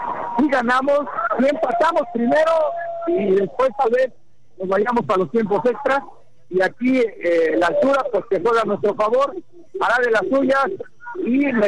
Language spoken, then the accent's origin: Spanish; Mexico; hicimos un buen mundial aquí en nuestro país, y sobre todo le enseñamos al mundo lo cálidos que somos los mexicanos.